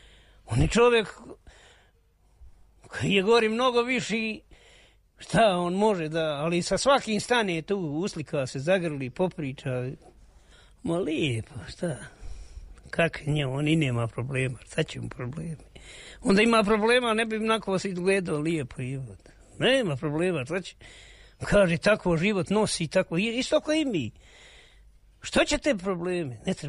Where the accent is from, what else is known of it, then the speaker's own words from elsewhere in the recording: Konjic, Federation of Bosnia and Herzegovina, Bosnia & Herzegovina; now in Višegrad, Bosnia and Herzegovina; dolazim iz Konjica. Trenutno živim sad u Višegradu.